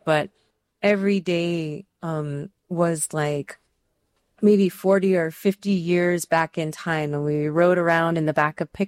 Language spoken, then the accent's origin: English; Redondo Beach, California, United States; born there; I was born in Redondo Beach in Los Angeles to interracial parents.